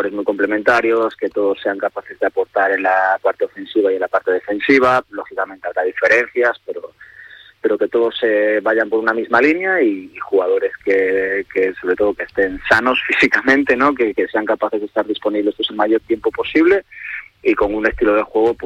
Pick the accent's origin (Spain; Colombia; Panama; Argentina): Spain; A Coruña, Galicia; de los que somos gallegos